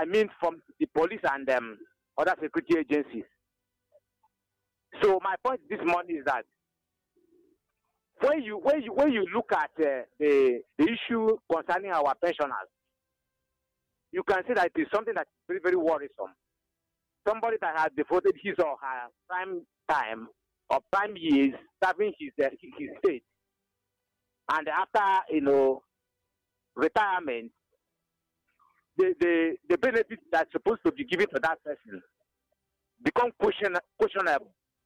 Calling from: Komoro, Ebonyi, Nigeria; Your man, I am reaching you from Komoro, which is located in Inyaba, domain center of Ebonyi State.

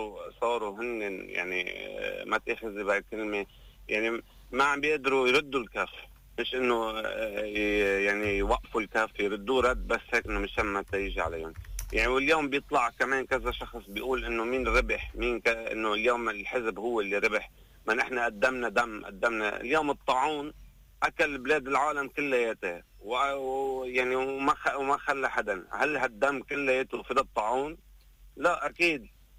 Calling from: Tripoli, North Governorate, Lebanon; من طرابلس

